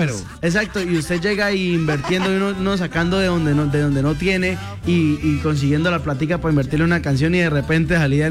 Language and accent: Spanish; Caquetá, Colombia; venimos ya aquí del Caquetá, como te digo, ya son 2 añitos luchando por ese sueño de la música popular. Y bueno, no, a seguir trabajando, dejar el nombre del Caquetá siempre en alto.